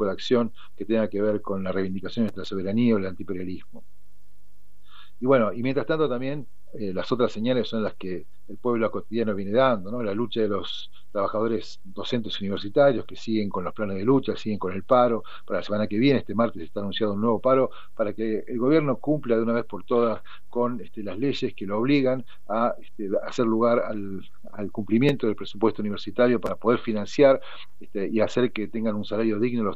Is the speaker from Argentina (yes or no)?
yes; Argentina; como argentinos, como pueblo